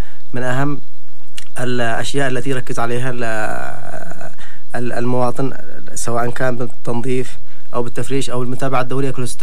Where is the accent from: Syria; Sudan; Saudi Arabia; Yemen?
Yemen